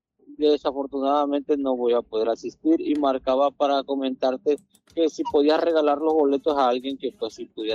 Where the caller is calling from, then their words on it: Nacajuca, Tabasco, Mexico; De Nacajuca.